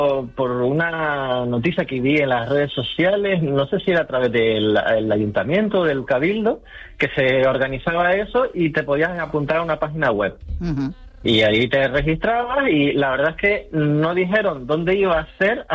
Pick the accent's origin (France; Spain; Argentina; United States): Spain; Las Palmas de Gran Canaria, Canary Islands; now in Tenerife, Spain; yo nací en Las Palmas y soy de Triana.